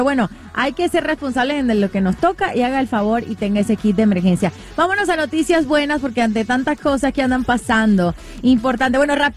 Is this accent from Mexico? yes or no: no; Venezuela; moved away; yo soy de Venezuela